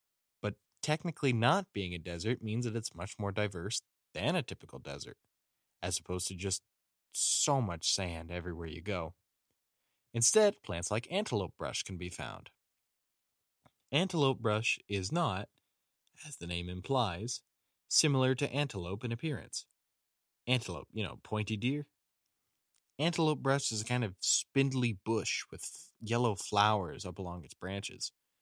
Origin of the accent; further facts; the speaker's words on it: British Columbia, Canada; I'm from the Lower Mainland. How about you? I was born and raised down here, so I've spent roughly 103% of my life absolutely drenched from the rain.